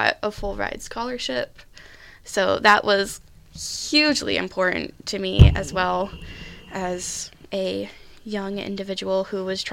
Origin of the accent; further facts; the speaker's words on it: Bowling Green, United States; moved away as an adult; my hometown than what I was looking at originally, because I come from Bowling Green area.